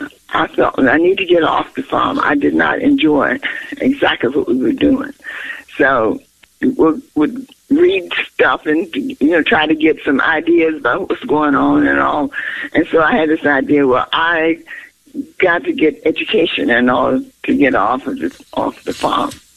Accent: Sutherland, Virginia, United States; moved away; I grew up in Sutherland, Virginia, which is Dinwiddie County, and we live on a small farm.

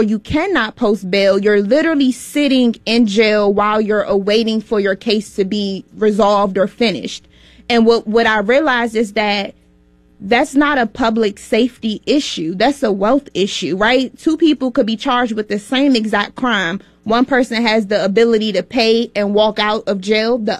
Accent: Washington, District of Columbia, United States; I was born and raised in Washington, D.C., grew up in Northeast D.C., around Minnesota Avenue, and I came to Minnesota first

